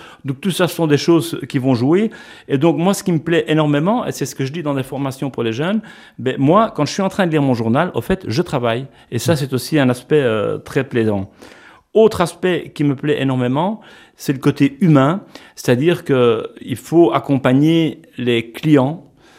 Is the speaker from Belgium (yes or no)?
yes; Antwerp, Flanders, Belgium; moved away as an adult; also born or lived in Luxembourg; je me sentais plus obligé de rester à Anvers, puisque je suis originaire d'Anvers